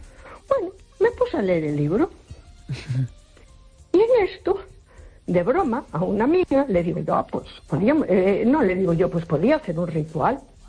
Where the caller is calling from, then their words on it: A Coruña, Galicia, Spain; No, buenas noches … de Coruña.